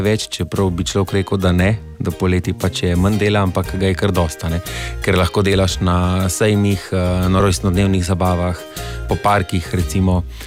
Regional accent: Ljubljana, Central Slovenia, Slovenia; prihajam iz Ljubljane.

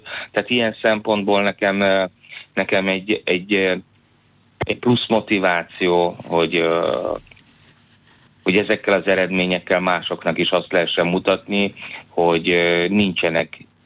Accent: Zalaegerszeg, Zala, Hungary; Zalaegerszeg még mindig ugyanúgy a világ közepe. És azon belül is én a Vizslaparkban nőttem fel, fantasztikus gyerekkorom volt

